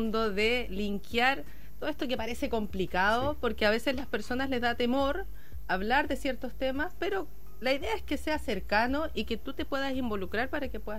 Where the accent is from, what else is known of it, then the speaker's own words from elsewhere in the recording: Valparaíso, Chile; yo soy porteña de corazón